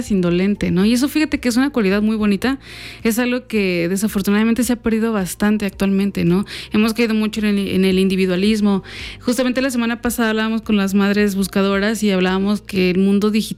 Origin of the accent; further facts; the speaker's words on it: Veracruz, Mexico; porque aunque dicen que somos la Atenas veracruzana, a veces todavía sí.